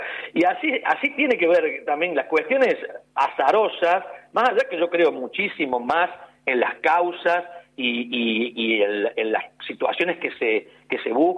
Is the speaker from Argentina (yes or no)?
yes; Río Cuarto, Córdoba, Argentina; Yo como que soy de Río Cuarto, no soy hincha, no tengo que andar diciéndole a la gente ni mintiéndole que soy neutral.